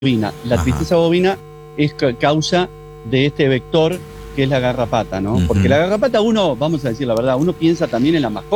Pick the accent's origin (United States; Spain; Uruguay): Uruguay; now in Canada; Si que soy uruguayo, capaz que me dan una habitación.